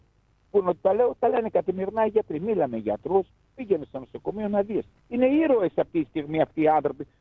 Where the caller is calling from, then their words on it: Samos, North Aegean, Greece; Μ' αφορά ο τόπος μου να πηγαίνει ο Σαμιώτης καλά, να πηγαίνει η πατρίδα μου καλά.